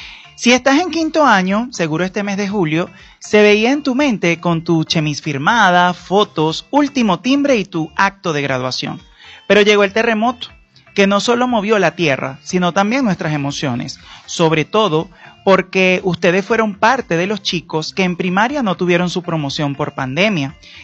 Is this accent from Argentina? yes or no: no; Venezuela; es momento de unirnos como venezolanos